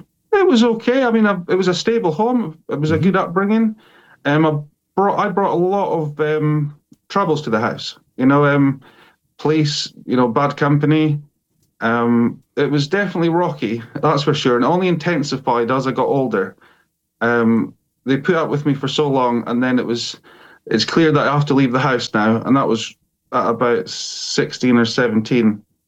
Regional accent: Scotland, United Kingdom; accent: Scottish; I know. It's a real funny one. So the accent is Scottish, from the Highlands of Scotland.

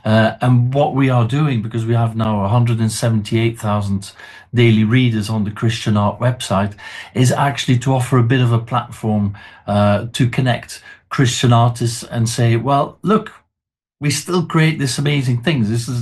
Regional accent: Bruges, Flanders, Belgium; moved away as an adult; now in London, United Kingdom; So I grew up in Belgium, in Bruges, and then age 23, I came to London

